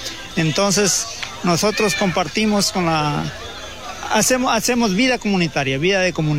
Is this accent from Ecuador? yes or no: yes; Joya de los Sachas, Orellana, Ecuador; Yo soy de Joya de los Hachas.